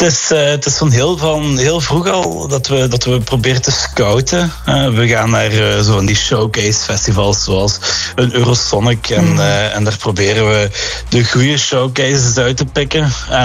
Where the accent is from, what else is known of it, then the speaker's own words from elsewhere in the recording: Limburg, Belgium; Zeker als Limburger en als Limburgs festival, ja, is het een wondermooie kans om … opnieuw op ons festival te hebben.